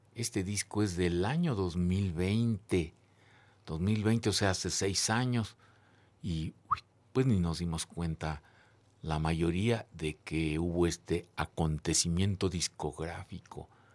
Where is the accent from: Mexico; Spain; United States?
Mexico; estamos en la República Mexicana, continente americano y felizmente planeta Tierra.